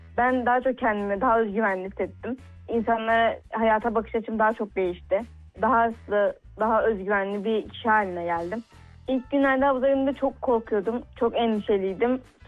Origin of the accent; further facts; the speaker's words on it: Gaziantep, Turkey; born there; 2010 Gaziantep doğumluyum.